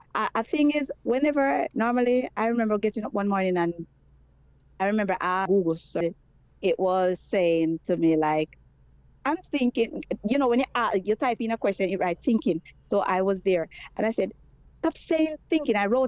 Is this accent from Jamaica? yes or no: yes; Jamaica; Sorry, let me, you know we're Jamaican.